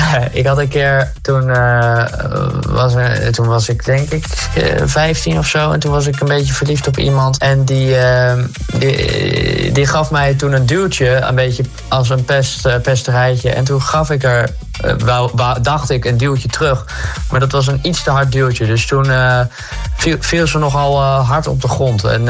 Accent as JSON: {"language": "Dutch", "town": "Zoetermeer", "region": "South Holland", "country": "Netherlands", "said": "Ik ben 21 jaar. Ik kom uit Zoetermeer."}